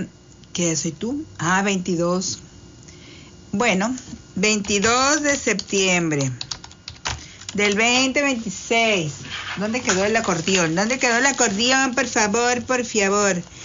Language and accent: Spanish; Mexico